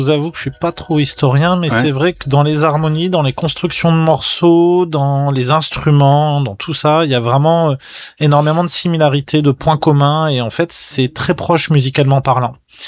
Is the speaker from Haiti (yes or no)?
no; France; Et puis aussi, nous, en tant que français